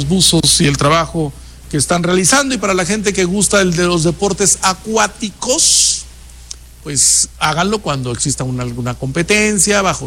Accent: Mexico; es parte de nuestra enseñanza como mexicanos.

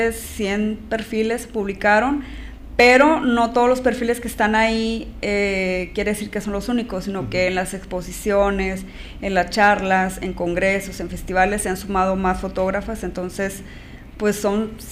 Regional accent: Hidalgo del Parral, Chihuahua, Mexico; moved away; yo soy de aquí de Parral

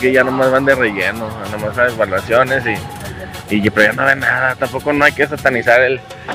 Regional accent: Mexico; somos tan mexicanos

